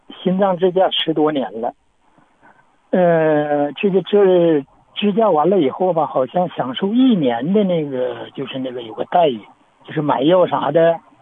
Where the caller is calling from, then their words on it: Qiqihar, Heilongjiang, China; 我是齐齐哈尔的